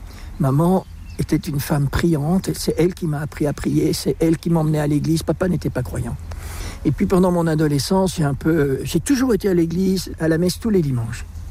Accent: Belgium; Mon père est flamand, ma mère est wallonne et moi je suis belge.

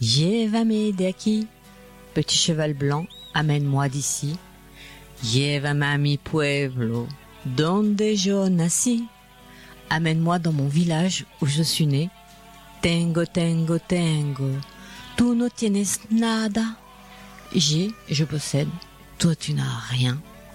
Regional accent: Chile; moved away; cette chanson de mon pays natal, le Chili.

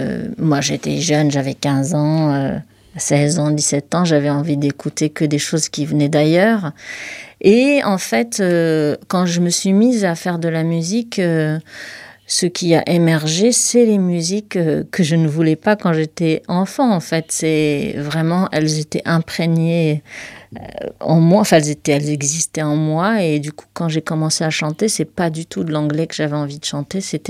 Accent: Morocco; moved away as an adult; Je suis née, j'ai grandi au Maroc jusqu'à l'âge de 18 ans.

